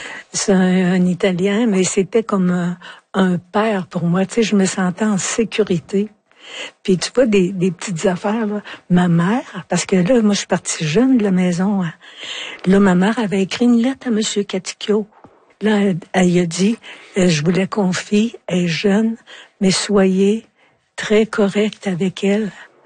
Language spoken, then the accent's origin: French; Quebec, Canada; Mais tu sais, je viens de l'Abitibi